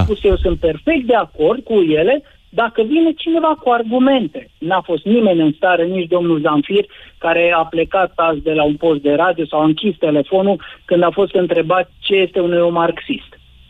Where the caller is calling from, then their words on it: Timiș County, Romania; eu sunt din Veta, din județul Timiș.